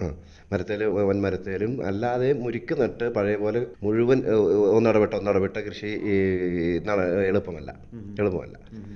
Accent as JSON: {"language": "Malayalam", "region": "Kerala", "country": "India", "tie": "born or raised there", "said": "എരുളഞ്ചാല് പ്രദേശത്ത് ഞങ്ങളുടെ നാട്ടിലുണ്ടായിരുന്നത്."}